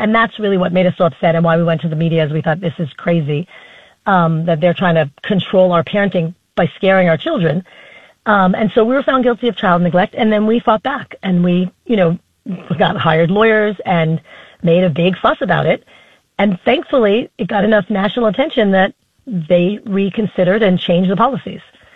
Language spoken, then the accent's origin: English; New York, United States; you and I grew up in New York. I wouldn't say it was the safest time to live in New York.